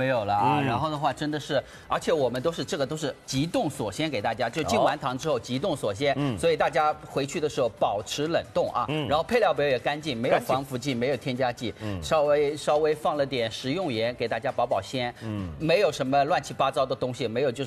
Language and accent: Chinese; Suzhou, Jiangsu, China; 我们苏州人